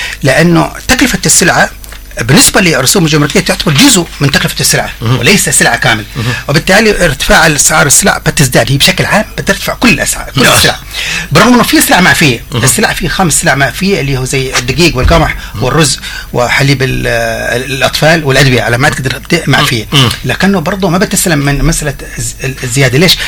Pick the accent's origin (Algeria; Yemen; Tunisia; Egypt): Yemen